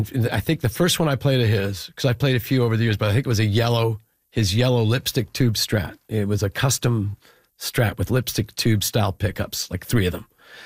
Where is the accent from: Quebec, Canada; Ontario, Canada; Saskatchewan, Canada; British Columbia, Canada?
Saskatchewan, Canada; Regina; And then we did the same thing the next night in my hometown of Regina. And now I'm in my hometown with, like, people I knew in the audience.